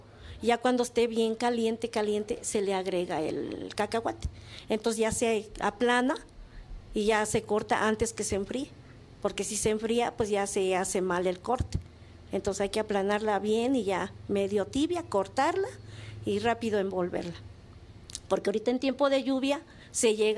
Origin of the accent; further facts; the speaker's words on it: Tlaxcala, Mexico; nosotros somos de Tlaxcala